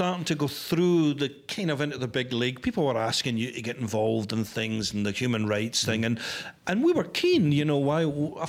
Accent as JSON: {"language": "English", "town": "Glasgow", "region": "Scotland", "country": "United Kingdom", "tie": "born or raised there", "said": "growing up in Glasgow."}